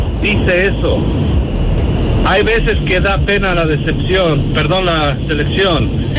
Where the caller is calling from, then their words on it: Mexico; Soy orgullosamente mexicano, llevo sangre azteca porque soy paisano de Paulita.